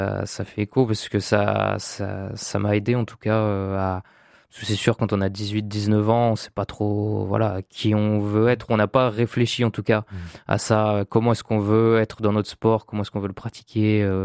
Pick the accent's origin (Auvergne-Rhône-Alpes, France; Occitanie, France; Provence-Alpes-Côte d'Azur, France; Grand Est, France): Auvergne-Rhône-Alpes, France; Voiron; Moi je suis de Voiron à la base